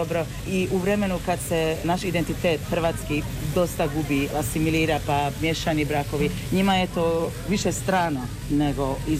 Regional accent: Kópháza, Győr-Moson-Sopron, Hungary; dolazim iz Koljnofa, iz Mađarske, to je mađarski dio Gradišća.

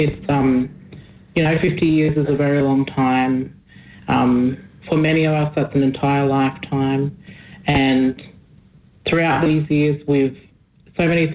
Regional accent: Port Augusta, South Australia, Australia; also born or lived in Riverland; now in Adelaide, Australia; So I'm Adimatna from the Flinders Ranges and Ngarrindjeri down on the Coorong. And I grew up in Port Augusta and a little bit in the Riverland when I was a bit younger, but now I live on Kaurna country in Adelaide.

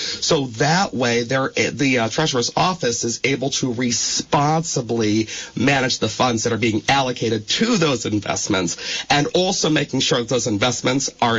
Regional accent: Rutland, Vermont, United States; my hometown of Rutland County.

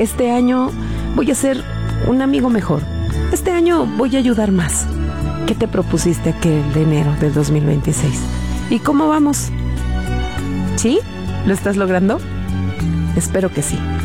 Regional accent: Mexico

